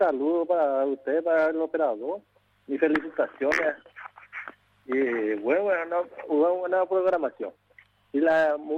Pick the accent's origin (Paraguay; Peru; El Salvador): Paraguay; Concepción; Yo estoy trabajando nomás por acá, yo soy de Concepción, pero estoy trabajando.